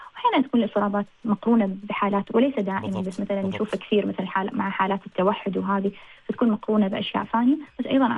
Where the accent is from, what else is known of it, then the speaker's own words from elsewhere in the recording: Oman; إحنا كعمانيين